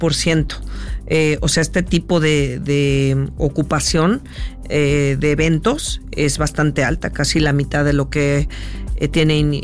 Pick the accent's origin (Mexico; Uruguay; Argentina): Mexico; somos los mexicanos